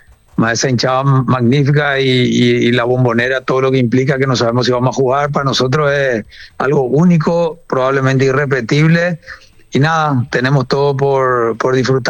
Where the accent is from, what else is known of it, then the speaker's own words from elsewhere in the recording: Asunción, Paraguay; Yo soy paraguayo primero, ¿verdad? No tengo club. Yo amo el fútbol, tengo pasión. Fui olimpista de chico porque mi familia era de Olimpia, ¿verdad? Pero mi barrio es Recoleta.